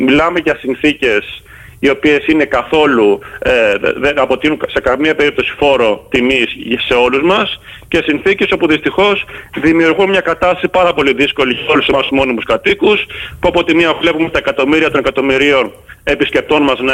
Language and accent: Greek; Greece; now in Zakynthos, Greece; σαν Έλληνας πολίτης